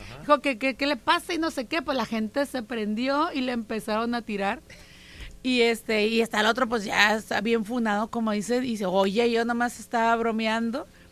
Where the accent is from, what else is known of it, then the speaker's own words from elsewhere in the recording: Mexico; somos mexicanos todos